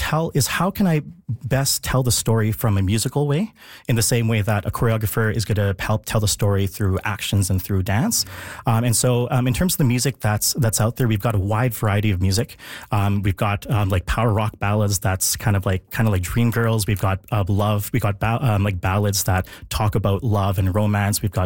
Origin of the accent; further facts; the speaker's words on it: Philippines; And I think like as a Filipino myself, one of the things is that we don't tend to see a lot of ourselves represented in the arts.